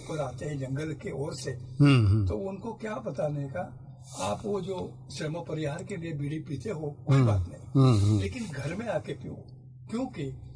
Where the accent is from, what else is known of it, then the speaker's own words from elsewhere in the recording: Alibag, Maharashtra, India; मैं छत्रपति शिवाजी महाराज के जिला रायगढ़ से हूँ, और समंदर के बगल में सरखेल कान्होजी आंगरे करके जो आरमार के प्रमुख थे शिवाजी महाराज के, उन्हीं के गांव का अलीबाग का रहने वाला हूँ।